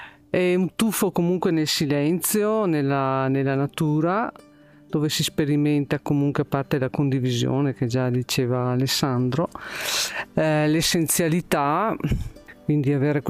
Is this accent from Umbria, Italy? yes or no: no; Verona, Veneto, Italy; sono veronese